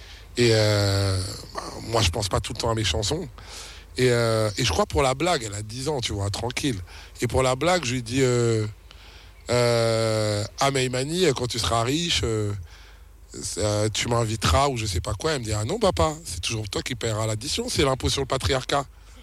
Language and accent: French; Kinshasa, DR Congo; born there; now in Abidjan, Côte d'Ivoire; Ouais, moi j'habite à Abidjan, je suis né à Kinshasa.